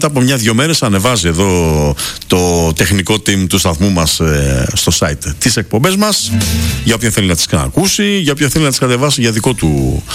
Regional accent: Artemida, Attica, Greece; Εγώ τη λέω Λούτσα γιατί εκεί ουσιαστικά έχω μεγαλώσει, είναι σαν να είναι το χωριό μου.

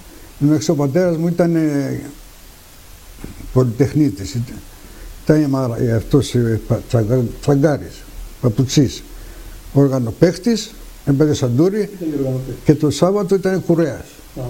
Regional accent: Mesta, North Aegean, Greece; Γεννήθηκα στα Μεστά το 1943, Οκτώβριο

